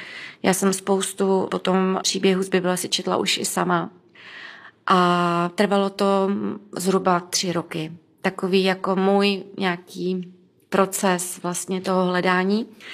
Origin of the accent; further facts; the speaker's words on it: Duchcov, Ústí nad Labem Region, Czechia; blízko města, kde bydlím, já jsem z Duchcova